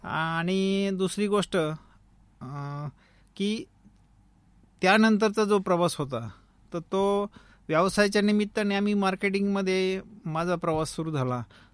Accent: Chitali, Maharashtra, India; माझं मूळ गाव पाथर्डी तालुक्यातील चितळी म्हणून गाव आहे. तर त्या ठिकाणी शेतकरी कुटुंबामध्ये 1972 साली माझा जन्म झाला.

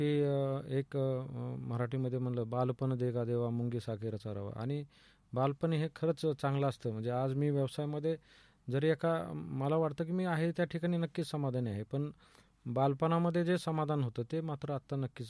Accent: Maharashtra, India; moved away as an adult; also born or lived in Nannaj; now in Chhatrapati Sambhajinagar, India; माझं बालपण जे आहे ते जामखेड तालुका आणि धोंडपारगाव या खेडेगावामध्ये झालं। तसं मी खेडेगावातूनच आहे, पण व्यवसायाच्या निमित्तानं मी संभाजीनगर शहरामध्ये वाळूजा माडीशीला गेलो

